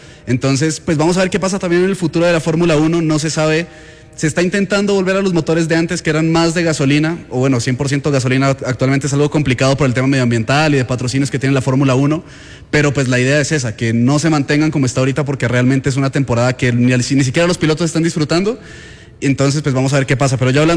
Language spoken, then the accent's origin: Spanish; Ecuador